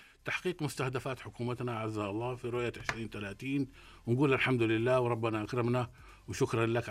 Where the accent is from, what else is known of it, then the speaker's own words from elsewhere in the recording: Saudi Arabia; ملكنا اسمه خادم الحرمين.